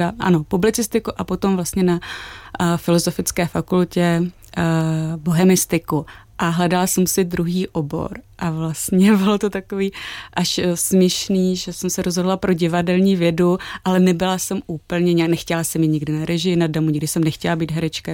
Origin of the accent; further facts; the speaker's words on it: Ostrava, Moravian-Silesian Region, Czechia; now in Prague, Czechia; sama jsem z Ostravy a vrátila jsem se tam, když už jsem žila v Praze